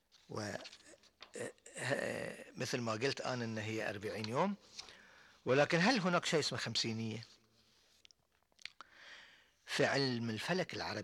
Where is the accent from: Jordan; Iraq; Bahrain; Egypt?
Bahrain; وعندنا في البحرين ما أقدر أقول إن فترة المطر